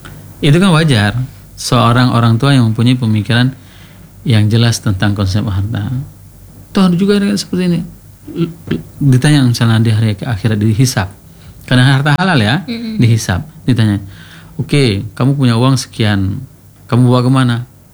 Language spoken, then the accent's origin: Indonesian; Aceh, Indonesia; Saya orang juga orang Sawang.